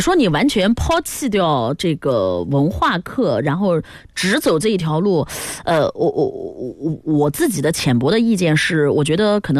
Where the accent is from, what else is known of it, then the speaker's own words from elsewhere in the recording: Nanjing, Jiangsu, China; 住在杨公，那老秦淮人。